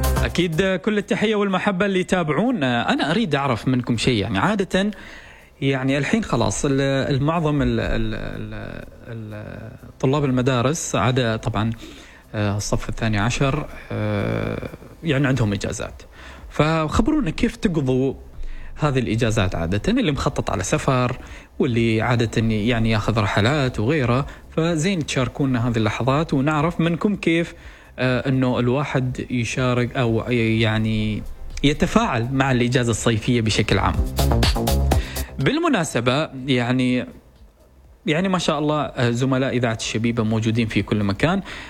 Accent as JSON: {"language": "Arabic", "country": "Oman", "said": "بلدنا عمان"}